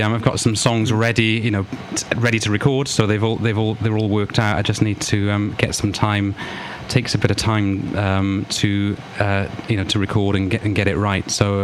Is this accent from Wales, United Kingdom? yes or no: yes; Blackwood, Wales, United Kingdom; my hometown of Blackwood